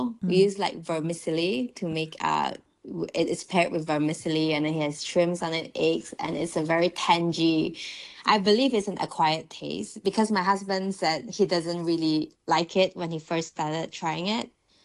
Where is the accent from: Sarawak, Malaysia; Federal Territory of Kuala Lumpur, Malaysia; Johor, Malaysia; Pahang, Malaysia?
Sarawak, Malaysia; I think being Malaysian, I am a second generation Malaysian Chinese, and we have 13 states, so every state are kind of culturally distinct. Mm-hmm. But for me, I'm from Sarawak, on the beautiful island of Borneo.